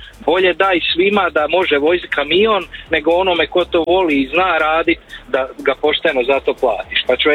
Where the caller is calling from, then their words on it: Slavonia, Croatia; tu kod nas u Slavoniji